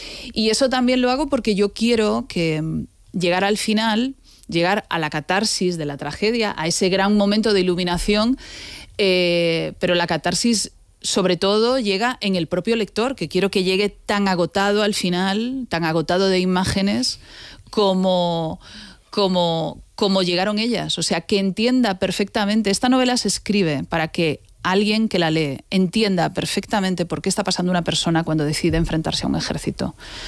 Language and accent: Spanish; A Coruña, Galicia, Spain; soy gallega. Gallega de A Coruña.